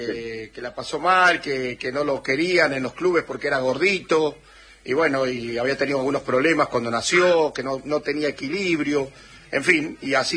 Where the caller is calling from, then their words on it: San Lorenzo, Santa Fe, Argentina; de San Lorenzo, Santa Fe, ahí cerca de Rosario.